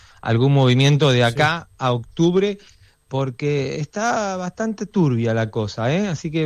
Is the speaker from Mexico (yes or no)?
no; Argentina; como bien argentinos que somos